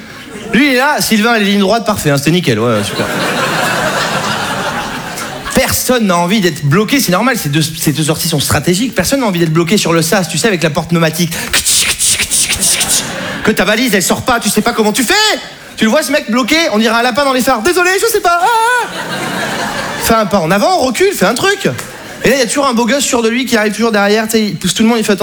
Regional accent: Saint-Émilion, Nouvelle-Aquitaine, France; Très très fier d'être ici, comme il dit, je viens de Saint-Émilion.

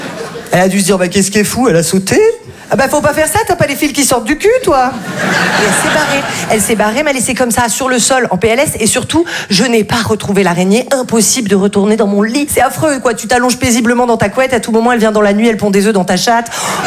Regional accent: Val-de-Blore, Provence-Alpes-Côte d'Azur, France; parce que moi, je viens d'un tout petit village qui s'appelle Val-de-Blore. C'est sublime, mais alors il faut pas du tout se faire mal là-bas

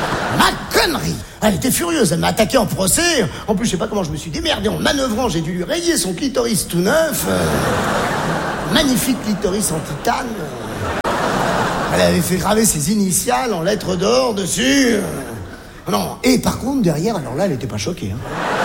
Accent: Algeria; born there; Je suis né en Algérie. Mais qu'est-ce qui m'a pris à moi de naître en Algérie ?

